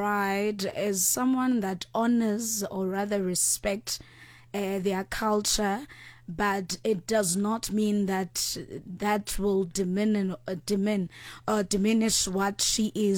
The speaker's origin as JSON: {"language": "English", "town": "King William's Town", "region": "Eastern Cape", "country": "South Africa", "tie": "born or raised there", "moved": "yes", "lives_now": "Johannesburg, South Africa", "said": "I'm born and bred in King Williamstown, iQonce now"}